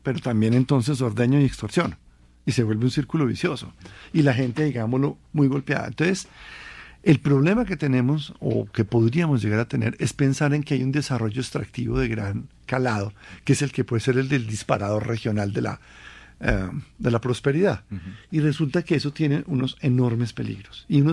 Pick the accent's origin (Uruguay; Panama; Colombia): Colombia; Si nosotros como colombianos entendemos e interiorizamos